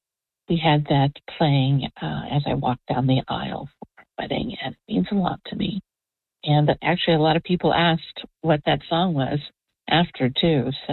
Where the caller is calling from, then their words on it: Nashville, Tennessee, United States; I'm from East Nashville.